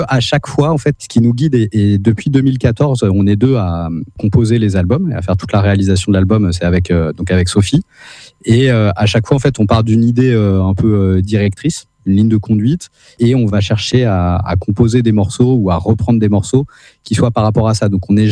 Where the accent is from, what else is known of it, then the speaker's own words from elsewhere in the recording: Île-de-France, France; Moi, j'ai grandi en région parisienne. Je suis banlieusard à la base, fils de deux parents syndicalistes et militants au Parti communiste.